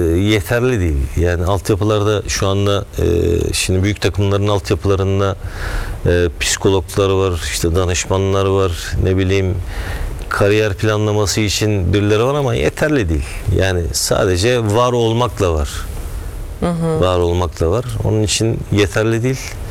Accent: North Aegean, Turkey; Yani biz, ben Kuzey Ege'den çıkan bir çocuk olarak, hı-hı, ben Kuzey Ege'liyim.

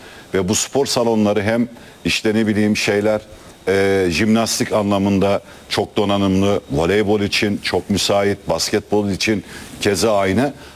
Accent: Torul, Gümüşhane, Turkey; İşte benim memleketim yani, Gümüşhane Torun.

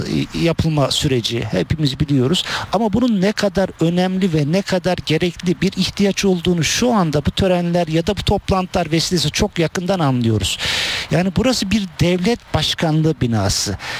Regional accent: Ankara, Turkey; Şöyle ben tabii klasik bir Ankaralı olarak dönerciyim ben.

